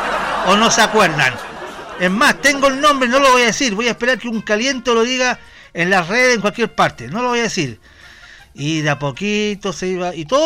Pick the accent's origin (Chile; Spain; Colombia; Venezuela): Chile